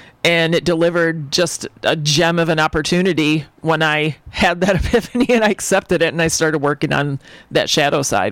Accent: Michigan, United States; also born or lived in Miami / New Zealand / Tennessee; now in Milwaukee, United States; I grew up in Michigan, and after being in Miami and New Zealand

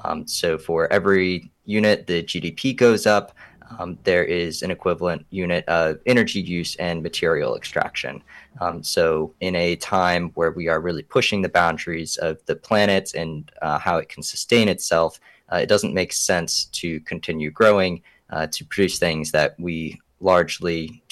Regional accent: Oak Park, Illinois, United States; I started a similar book club in Oak Park, my hometown, a suburb of Chicago

